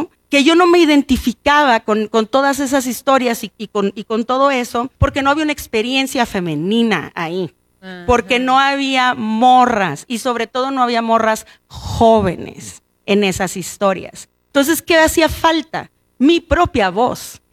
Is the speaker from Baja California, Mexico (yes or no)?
yes; Mexicali, Baja California, Mexico; porque soy norteña transfronteriza, porque soy de Mexicali